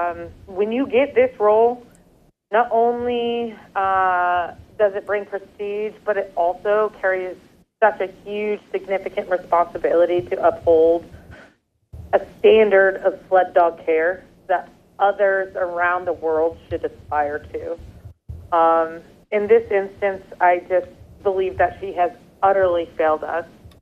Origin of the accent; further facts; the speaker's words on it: Two Rivers, Wisconsin, United States; I am from Two Rivers.